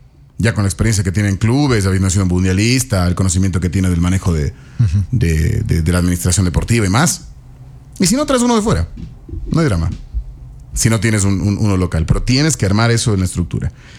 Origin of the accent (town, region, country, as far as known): Ecuador